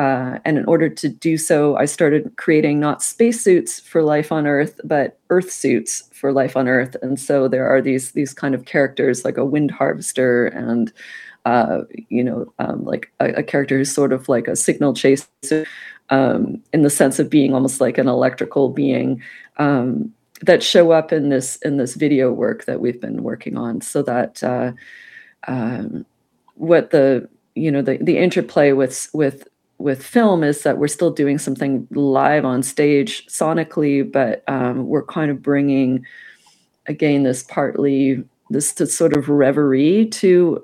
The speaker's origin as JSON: {"language": "English", "town": "Vancouver", "region": "British Columbia", "country": "Canada", "tie": "born or raised there", "lives_now": "Santa Cruz, United States", "said": "like growing up in Vancouver and currently in Santa Cruz."}